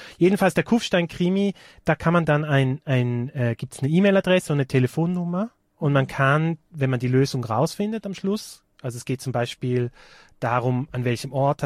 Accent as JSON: {"language": "German", "town": "Altstätten", "region": "St. Gallen", "country": "Switzerland", "tie": "born or raised there", "also_born_or_lived": "Zurich", "moved": "as an adult", "said": "ich bin in Altstetten aufgewachsen, das ist eine kleine Stadt im St. Galler Rheintal, erzkonservativ, also mindestens so konservativ wie Tirol."}